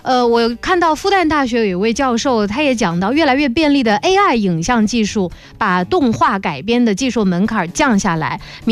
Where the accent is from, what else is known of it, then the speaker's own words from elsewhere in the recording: China; 这些我们中国人认同的价值观